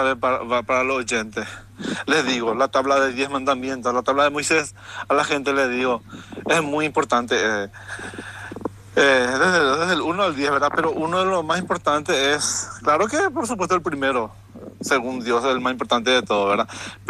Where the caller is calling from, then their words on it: Paraguay; nosotros los paraguayos